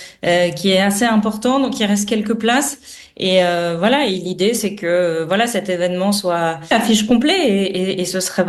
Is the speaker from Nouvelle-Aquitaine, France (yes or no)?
yes; Nouvelle-Aquitaine, France; Comme vous le savez, moi je suis originaire donc du Terrassonnais, j'ai toute ma famille qui a Pazaillac